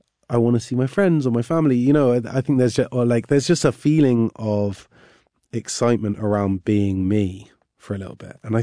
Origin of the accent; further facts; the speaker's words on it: Cheltenham, South West England, United Kingdom; I had a really great upbringing in that town, and my dad was an English teacher at my school.